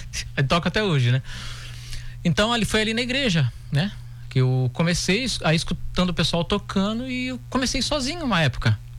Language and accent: Portuguese; Registro, São Paulo, Brazil; moved away as an adult; also born or lived in Sorocaba, São Paulo; now in Lages, Brazil; sou paulista, né? Sou natural de Sorocaba. Né? É meio complicado. Eu moro em Lages, sou natural de Sorocaba, São Paulo, mas eu fui criado numa cidade que chama-se Registro.